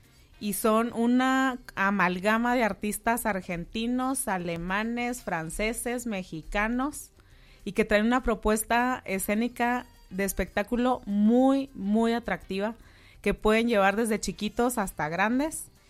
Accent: Chihuahua, Mexico; creo que en la medida que tú tengas claro, digamos, qué tipo de público somos los chihuahuenses

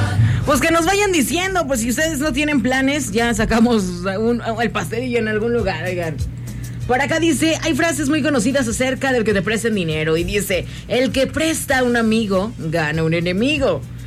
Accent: San Luis Potosí, Mexico; soy potosina

